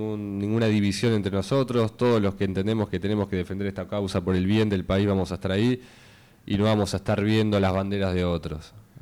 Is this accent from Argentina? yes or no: yes; Argentina